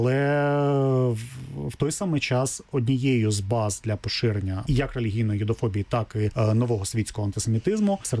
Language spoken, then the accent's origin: Ukrainian; Kryvyi Rih, Dnipropetrovsk Oblast, Ukraine; я сам з Кривого Рогу, так, і містечко Кривий Ріг на той час ще не місто